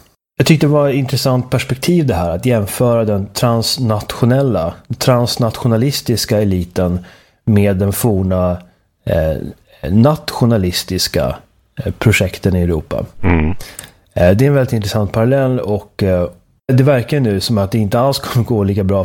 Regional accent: Sweden; jag ska inte säga att jag är likgiltig inför, inför att jag kommer från Sverige.

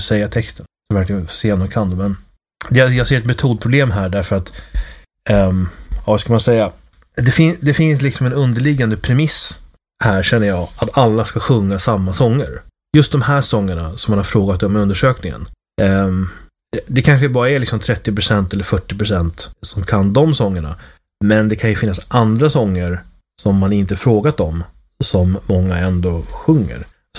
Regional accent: Sweden; Det är inte helt lätt att relatera till som svensk då

